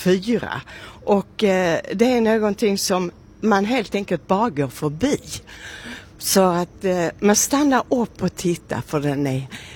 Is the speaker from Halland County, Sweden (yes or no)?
no; Malmö, Skåne, Sweden; Som gammal malmöbo så får man lite, och är det Kaninen som sitter där?